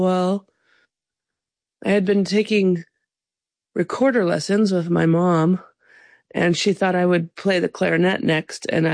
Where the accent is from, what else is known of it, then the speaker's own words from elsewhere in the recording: Sonoma County, California, United States; Well, I grew up in Sonoma County, so she played around there